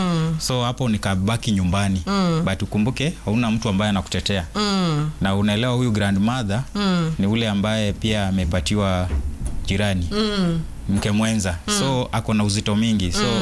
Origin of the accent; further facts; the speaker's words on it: Butere, Kakamega County, Kenya; born there; nimezaliwa upande wa eneo la Butere. Mimi ni Mluya. Na mimi ni kijana wa kwanza kwa familia yetu.